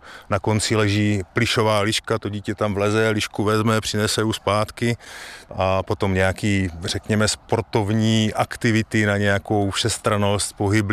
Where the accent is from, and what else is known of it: Litovel, Olomouc Region, Czechia; born there